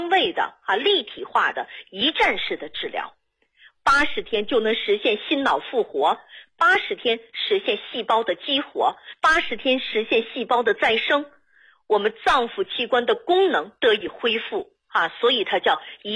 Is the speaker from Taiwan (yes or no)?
no; China; 走到那一步我心有不甘呐，我永远忘不了我是中国人呐。